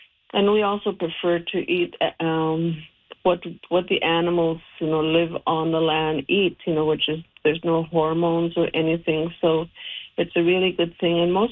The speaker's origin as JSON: {"language": "English", "town": "Fort Chipewyan", "region": "Alberta", "country": "Canada", "tie": "born or raised there", "said": "from Fort Chipewyan, Kitetail, Northern Alberta"}